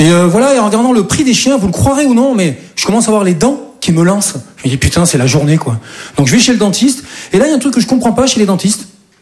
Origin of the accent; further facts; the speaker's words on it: Southern France, France; now in Paris, France; Je dis ça parce que moi, je viens du sud de la France. Et chez nous, c'est un peu plus tranquille, quoi. Et moi, voilà, je suis monté sur Paris, voilà, pour devenir comédien.